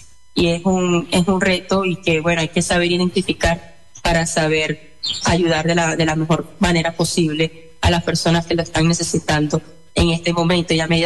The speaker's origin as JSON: {"language": "Spanish", "country": "Venezuela"}